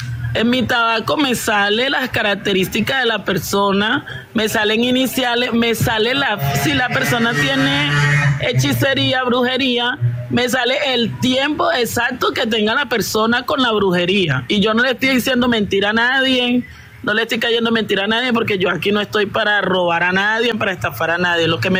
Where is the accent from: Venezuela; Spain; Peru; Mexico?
Venezuela; Tuve una enfermedad muy grave en Venezuela, porque yo también soy venezolana, pero de padres colombianos